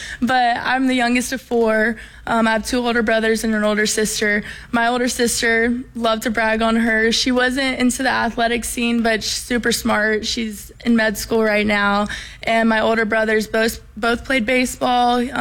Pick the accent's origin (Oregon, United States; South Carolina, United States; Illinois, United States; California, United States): South Carolina, United States; Greer; You know, I'm from Greer, South Carolina, like you said. My whole family, Gamecock fans. I was kind of in Tiger Town a little bit growing up, so I always got crap for that at school.